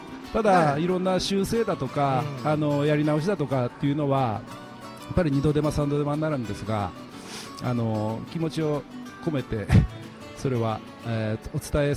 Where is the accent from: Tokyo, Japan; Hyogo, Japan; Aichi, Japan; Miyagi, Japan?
Hyogo, Japan; Toyooka; born there; moved away as an adult; now in Kyoto, Japan; 生まれは兵庫県の豊岡市というところ。